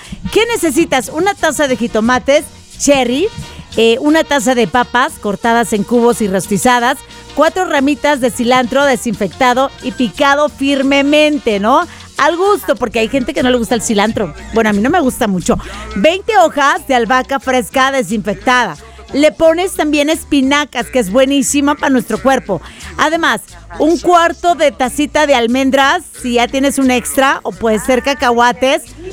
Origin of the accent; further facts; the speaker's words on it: Sinaloa, Mexico; moved away; allá en mi tierra